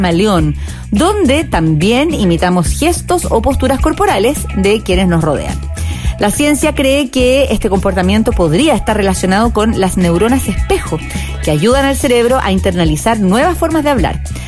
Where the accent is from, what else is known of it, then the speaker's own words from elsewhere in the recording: Chile; como el chileno no lo entiende nadie, uno adapta un poco su manera de hablar para que le entiendan